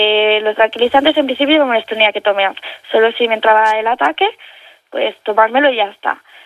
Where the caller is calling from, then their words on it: Montgat, Catalonia, Spain; aquí en mi pueblo. Yo vivo en Montgat.